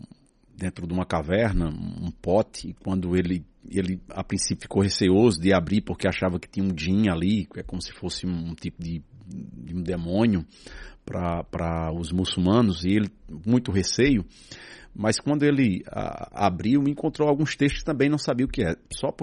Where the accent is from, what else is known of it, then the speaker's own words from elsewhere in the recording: Monteiro, Paraíba, Brazil; now in Vertentes, Brazil; Atualmente eu moro em Vertentes, eu sou natural de Monteiro, Paraíba.